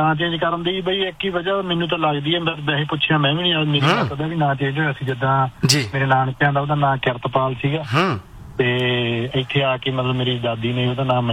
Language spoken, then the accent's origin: Punjabi; Faridkot, Punjab, India; ਹਾਂਜੀ ਹਾਂਜੀ ਬਾਈ, ਮੈਂ ਵੀ ਫਰੀਦਕੋਟ ਤੋਂ ਹਾਂ ਬਾਈ